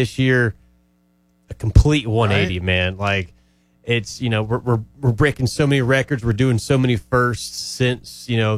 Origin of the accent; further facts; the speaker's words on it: South Carolina, United States; now in Albuquerque, United States; I'm from South Carolina, but I've only been here for 4.5 years now, right?